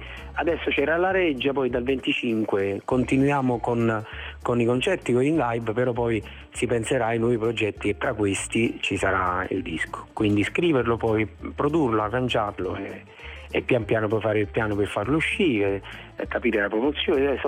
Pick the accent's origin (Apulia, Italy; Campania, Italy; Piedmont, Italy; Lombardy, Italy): Campania, Italy; born there; Io sicuramente sono nato in un posto meraviglioso che è, insomma, è la Campania, no?